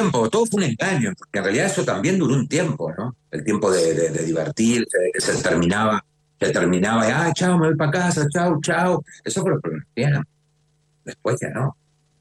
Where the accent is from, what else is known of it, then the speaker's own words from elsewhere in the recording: Uruguay; moved away as an adult; now in Chile; yo estoy en Chile, soy uruguayo. Pero todo esto pasó en Uruguay, ¿no? Hoy vivo en Chile hace años